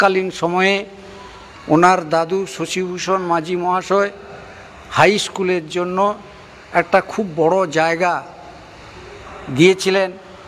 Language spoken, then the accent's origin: Bangla; Jagatpur, West Bengal, India; আমাদের জগৎপুর গ্রামে তিনটে প্রাথমিক বিদ্যালয় আছে।